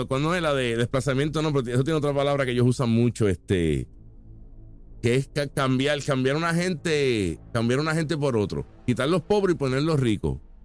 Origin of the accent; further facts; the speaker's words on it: Puerto Rico; ¿Cómo yo evidencio que soy boricua? Porque hablo español.